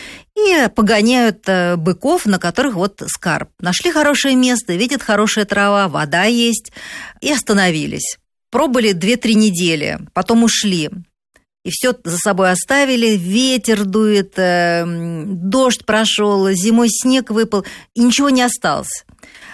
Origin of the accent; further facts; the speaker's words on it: Moscow, Russia; я москвичка, родилась в Москве